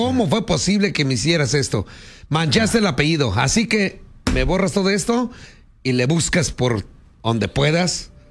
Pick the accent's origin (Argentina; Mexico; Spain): Mexico; Las Guacamayas, Michoacán; De puro las guacamayas, Michoacán.